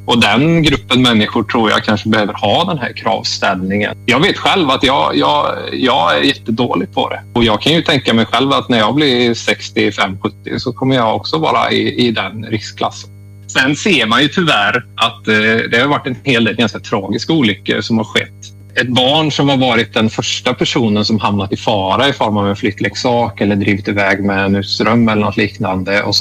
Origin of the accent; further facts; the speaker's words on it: Sweden; som svensk